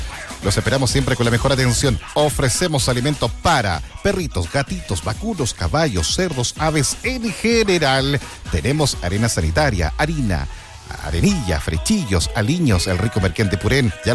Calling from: Angol, Araucanía, Chile; Nosotros somos de Angol, desde la Villa México.

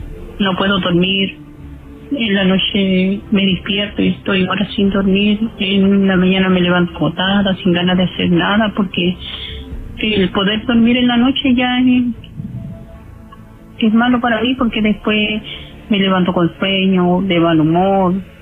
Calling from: Osorno, Los Lagos, Chile; De Osorno, pero vivo por parte del campo, para el lado de Forragua.

